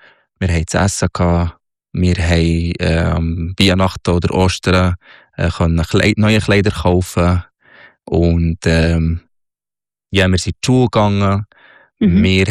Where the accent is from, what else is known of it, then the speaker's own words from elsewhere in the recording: Minya, Minya Governorate, Egypt; German is a second language; Ich bin im Oberägypten aufgewachsen, am Nildelta, in Elmenia. Das ist 3 Stunden südlich von Kairo, die Hauptstadt. In einem sehr traditionelles Dorf, sozusagen, aber Dorf.